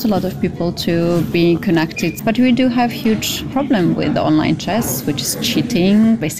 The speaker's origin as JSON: {"language": "English", "country": "Georgia", "lives_now": "Poland", "said": "I'm from Georgia, living in Poland"}